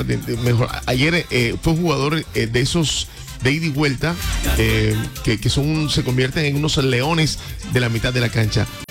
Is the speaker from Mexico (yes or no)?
no; Colombia; más colombianos que nunca, orgullosos de mi tierra querida, Colombia